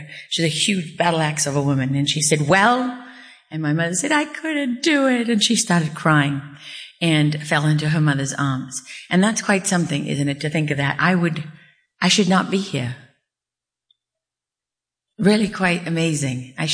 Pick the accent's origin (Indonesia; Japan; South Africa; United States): South Africa; moved away; I was sort of what we call in South Africa a lamaki, because I'm born and raised in South Africa.